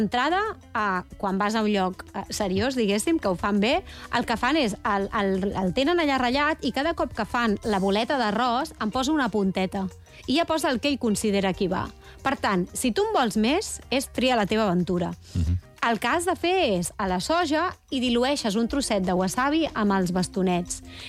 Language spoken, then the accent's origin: Catalan; Catalonia, Spain; El cap de vall som catalans.